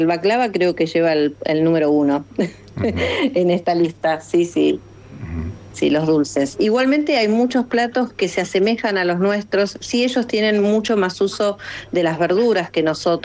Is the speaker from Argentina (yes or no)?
yes; Argentina; viste cómo somos los argentinos